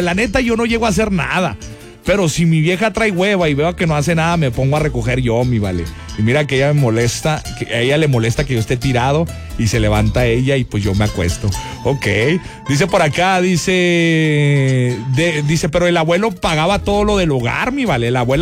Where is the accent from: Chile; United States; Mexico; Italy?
Mexico; Bueno, uno como mexicano. El promedio es de 16 horas semanales.